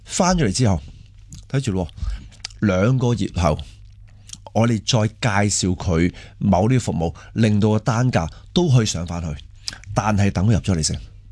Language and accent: Cantonese; Hong Kong; 我哋香港人，我哋最中意明码实价系咪？